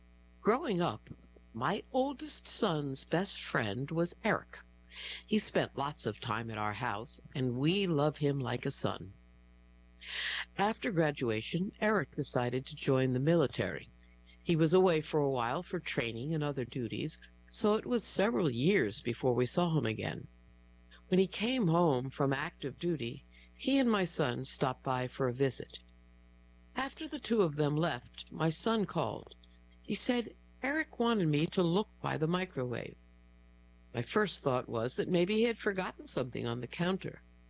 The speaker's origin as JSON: {"language": "English", "town": "Idaho Falls", "region": "Idaho", "country": "United States", "said": "I am from Idaho Falls, I told him."}